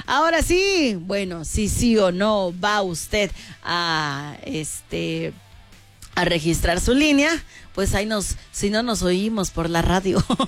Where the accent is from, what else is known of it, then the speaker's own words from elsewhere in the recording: Mexico; Es que sabes cómo somos los mexicanos